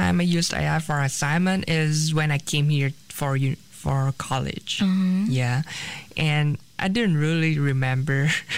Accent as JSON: {"language": "English", "country": "Vietnam", "second_language": "English", "lives_now": "Taiwan", "said": "my major is digital media and technology, and I'm a second year at Teaching University, and I'm from Vietnam."}